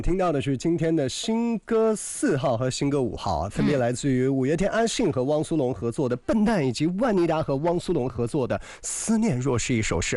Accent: China; 因为你知道我们中国人呐、其实在表达这种情感上面是比较含蓄的

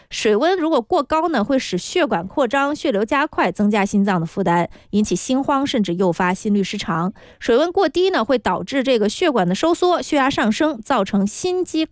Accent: Guangdong, China; 咱们广东人这个应该是不太可能

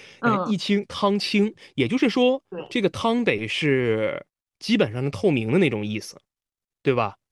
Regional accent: Shanxi, China; 这真的是这个是我，因为我是山西人，我也爱吃面，

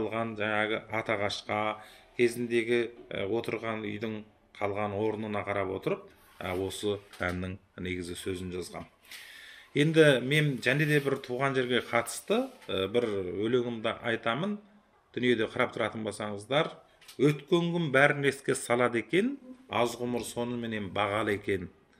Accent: Fukang, Xinjiang, China; moved away; Өйткені енді осы кісінің де туған жері, менің де туған жерім осы Фукан қаласының Аққала ауылының негізі қыстаулық жері.

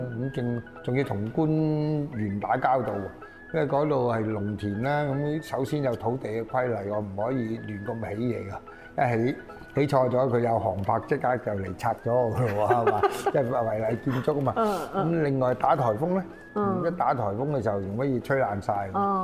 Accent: Foshan, Guangdong, China; 尤其是我們佛山人都是很順、很直的

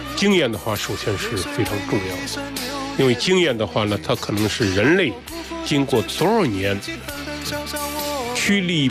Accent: Henan, China; 我们河南人还有一个人还是很伟大的

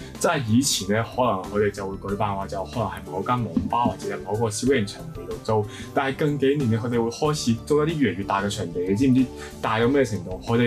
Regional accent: Macau; 因為我是澳門人啦，澳門有一個碼頭是外國碼頭嘅

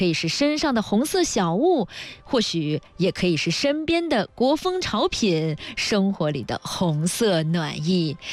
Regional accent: China

